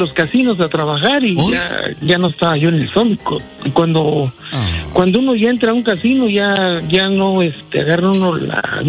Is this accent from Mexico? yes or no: yes; Oaxaca, Mexico; now in United States; Yo soy de Oaxaca.